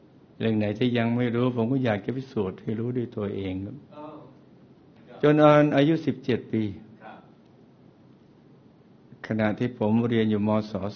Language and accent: Thai; Nong Khai, Thailand; หลวงพ่อครับผมเกิดที่จังหวัดหนองคายเติบโตอยู่ริมฝั่งแม่น้ำโขงในครอบครัวที่มีพี่น้องแค่12คนผมเป็นลูกคนที่7ของบ้านครับ